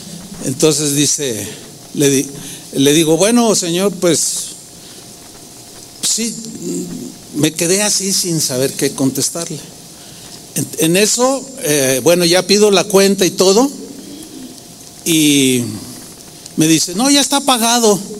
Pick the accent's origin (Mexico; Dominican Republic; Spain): Mexico; San Luis Potosí; born there; moved away; fui a San Luis Potosí, donde yo nací